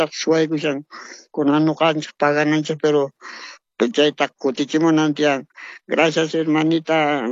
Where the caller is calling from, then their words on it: Bolivia; Yo estoy llamando … de Quilpaya.